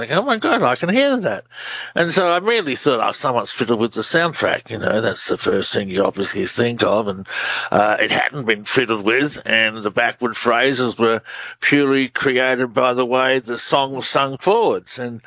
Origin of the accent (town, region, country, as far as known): Australia